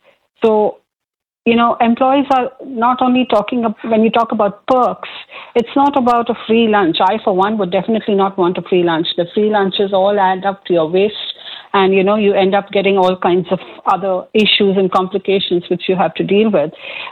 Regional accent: India; So, Mildred, going back to the days, I come from India and one of the things that whenever I was employed, We had a medical health checkup

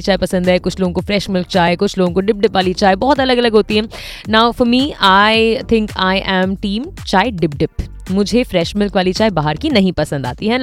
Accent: United Arab Emirates; In and around the UAE. Because यार, मैं यहाँ की पली बड़ी बच्ची हूँ and I know everything in and out यहाँ पे.

